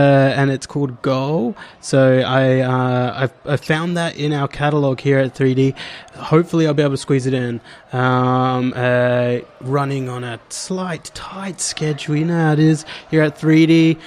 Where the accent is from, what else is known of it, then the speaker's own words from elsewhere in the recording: Australia; Growing up in Australia